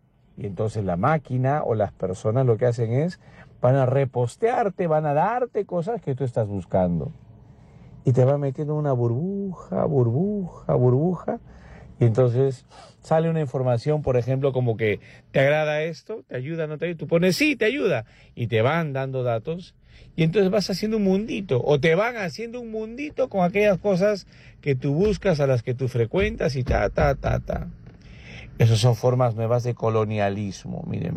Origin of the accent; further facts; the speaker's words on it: Peru; mientras que, por ejemplo, en mi país, aquí en Perú, no habían